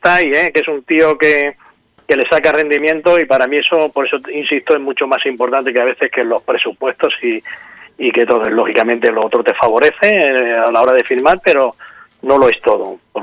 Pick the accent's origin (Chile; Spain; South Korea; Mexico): Spain; Terrassa, Catalonia; yo soy de Tarrasa, soy a 6 kilómetros de Sabadell.